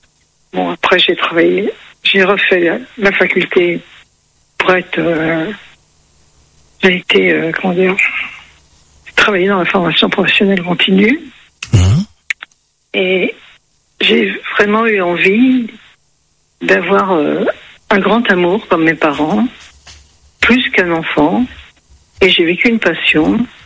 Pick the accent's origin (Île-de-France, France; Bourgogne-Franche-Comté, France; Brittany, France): Île-de-France, France; Paris; born there; Et donc, mon pays, c'est Paris. Je suis née à Paris et... C'est vraiment Paris.